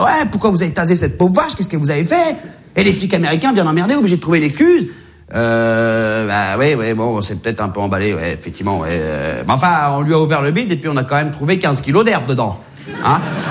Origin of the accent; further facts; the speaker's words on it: Réunion, France; Ils sont vraiment à la cool, les flics chez nous. Attention, ça, c'est les flics de La Réunion.